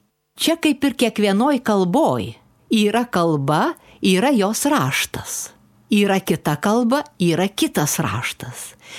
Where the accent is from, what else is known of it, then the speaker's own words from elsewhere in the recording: Aukštaitija, Lithuania; accent: Aukštaitian Utena dialect; Aš aukštaitė, taigi daugiausia apie savo kraštų ir žinau.